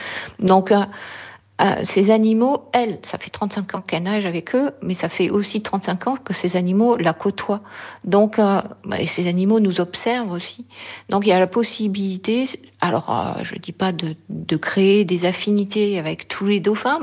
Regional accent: Southern France, France; accent: southern; moi, j'ai un accent du sud

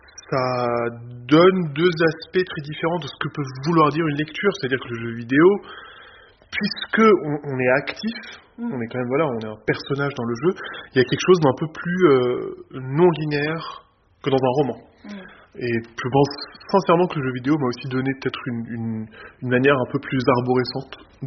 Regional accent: Bethlehem, West Bank, Palestine; French is a second language; moved away as an adult; also born or lived in Jerusalem; now in France; Donc moi je suis né à Jérusalem, j'ai grandi à Bethléem, et ma famille vient de Bethléem.

